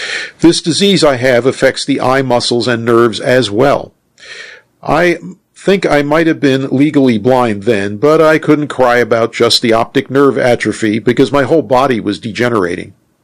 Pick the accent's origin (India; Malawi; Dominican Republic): India; born there; I was born in India.